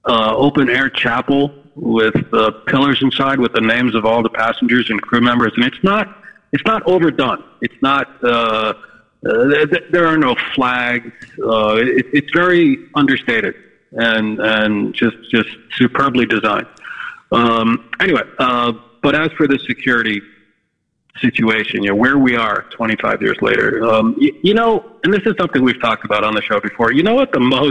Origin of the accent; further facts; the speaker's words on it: Boston, Massachusetts, United States; here at the at my hometown airport, Boston Logan, where two of the four hijacked planes departed from, there's a beautiful 9/11 memorial.